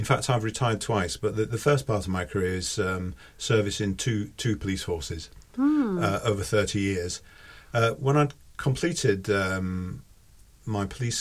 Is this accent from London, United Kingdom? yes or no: no; Hull, Yorkshire and the Humber, United Kingdom; moved away as an adult; now in Surrey, United Kingdom; I'm not from Surrey. I'm from East Yorkshire and come from the port of Hull.